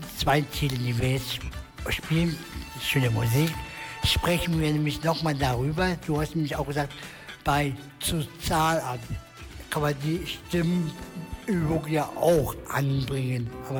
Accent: Hanover, Lower Saxony, Germany; Ehrlich gesagt, ich komme ja auch nicht aus Bülter, sondern aus Hannover.

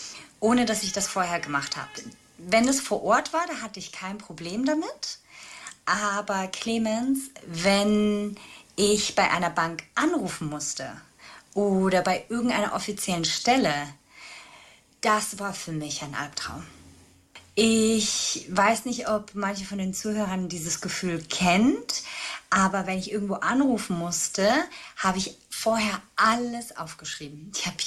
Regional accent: Spain; moved away as an adult; now in Germany; Ich bin in Spanien aufgewachsen, bin mit 19 dann nach Deutschland gezogen, ganz alleine. Ich bin nur mit einem Koffer nach Deutschland gezogen, keiner, der mich begleitet hat.

